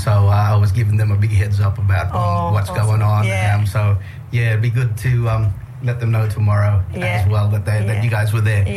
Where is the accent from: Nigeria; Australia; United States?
Australia; Kununurra, Western Australia; now in Derby, Australia; Because we're in Derby. I grew up in Kununurra. I got family back in Kununurra.